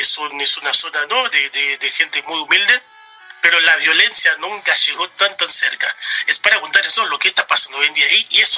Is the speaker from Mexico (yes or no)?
no; Haiti; Y lamentablemente es lo que está pasando en mi país, Haití.